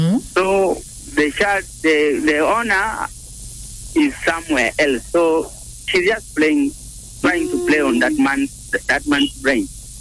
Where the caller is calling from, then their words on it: Uganda; West Corner, Moyenga.